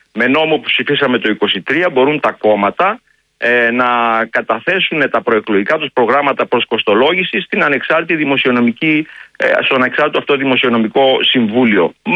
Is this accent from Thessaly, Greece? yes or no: yes; Thessaly, Greece; Όποιος καεί στο χυλό, φυσάει και το γιαούρτι, λένε στην πατρίδα μου, τη Θεσσαλία.